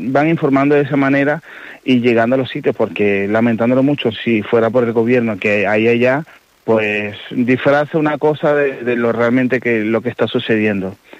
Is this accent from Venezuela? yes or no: yes; Venezuela; Sí, bueno, somos la comunidad de Venezuela que estamos presidiendo un montón.